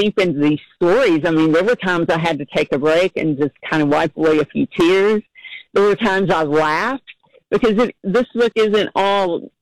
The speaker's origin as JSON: {"language": "English", "town": "Campbellsville", "region": "Kentucky", "country": "United States", "tie": "born or raised there", "moved": "yes", "said": "I grew up in Taylor County, Campbellsville, and, you know, there's where my roots are."}